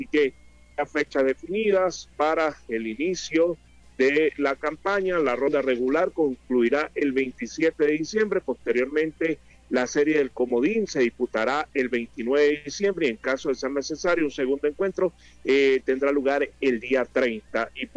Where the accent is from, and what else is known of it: Venezuela